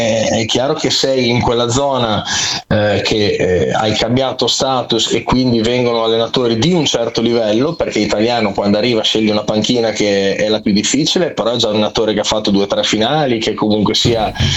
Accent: Bologna, Emilia-Romagna, Italy; io sono bolognese puro sangue, io ho vissuto sempre a Bologna e sono andato via solo per professionismo, ho tenuto sempre le mie basi a Bologna

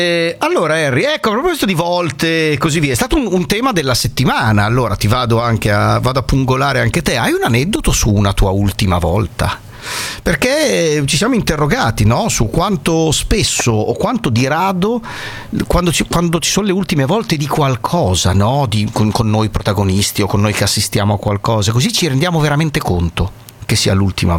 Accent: Bologna, Emilia-Romagna, Italy; io sono un bolognese che conosce tutta Bologna

